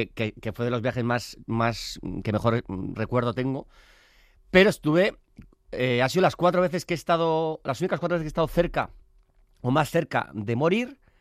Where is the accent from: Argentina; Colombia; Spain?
Spain; San Sebastián, Basque Country